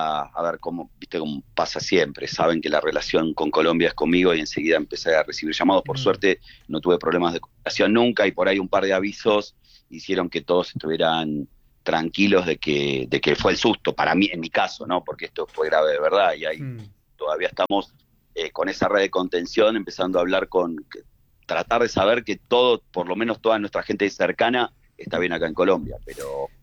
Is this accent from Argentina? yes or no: yes; Buenos Aires, Argentina; lo único parecido que vivimos en Buenos Aires, yo soy de Buenos Aires, es algo en el 78